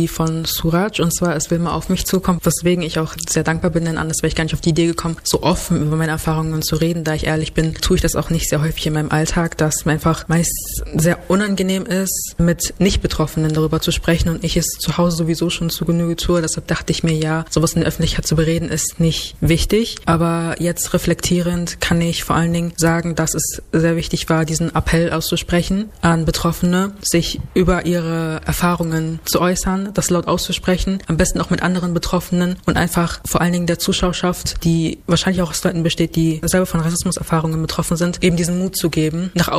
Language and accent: German; Wilhelmshaven, Lower Saxony, Germany; ich komme aus der Stadt Wilhelmshaven, bin 18 Jahre alt und bin Gymnasiastin.